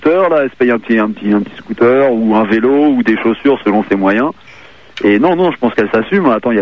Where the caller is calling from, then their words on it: Barbizon, Île-de-France, France; j'appelle de Barbizon.